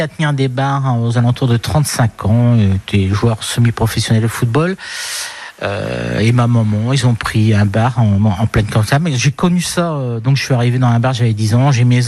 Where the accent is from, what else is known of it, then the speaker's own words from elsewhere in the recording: Hauts-de-France, France; Je suis Picard, de la baie de Somme pour être précis, la baie des phoques comme ils disent.